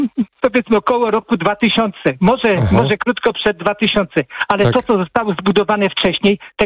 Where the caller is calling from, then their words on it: Płock, Masovian Voivodeship, Poland; Ja jestem z Płocka